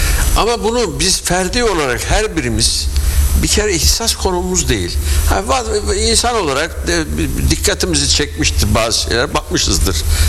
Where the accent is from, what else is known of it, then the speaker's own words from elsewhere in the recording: Bozdağ, Muğla, Turkey; Evet, mesela ne deniyor? İşte bizim, ben Bozdağlıyım, Arap Apıştı Kanyonu deniyor, değil mi?